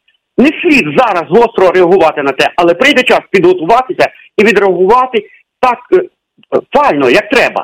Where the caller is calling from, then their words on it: Volyn Oblast, Ukraine; я з Волині